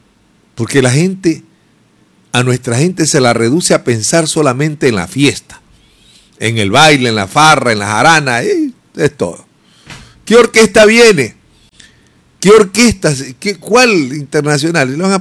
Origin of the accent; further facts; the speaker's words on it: Ecuador; Somos ecuatorianos